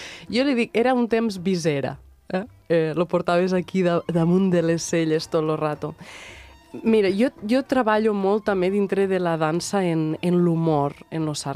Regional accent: Catalonia, Spain; moved away as an adult; also born or lived in Belgium; havia tornat a la meva ciutat natal.

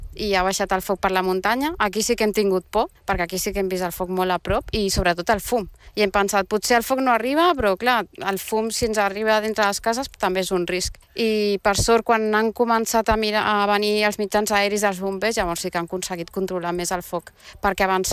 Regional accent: Catalonia, Spain; sóc de la Pobla tota la vida

